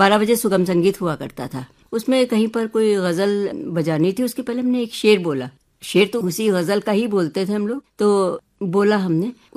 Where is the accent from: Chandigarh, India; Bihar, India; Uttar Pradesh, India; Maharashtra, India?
Uttar Pradesh, India; Lucknow; हम लखनऊ में पैदा हुए और लखनऊ में ही है।